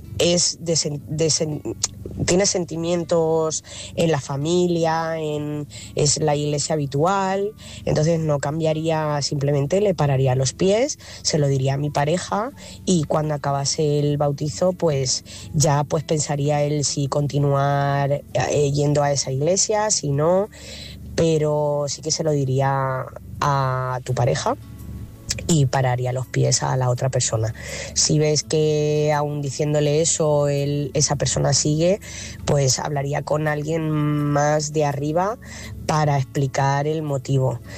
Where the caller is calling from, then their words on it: Talavera de la Reina, Castilla-La Mancha, Spain; corresponsal de Talavera.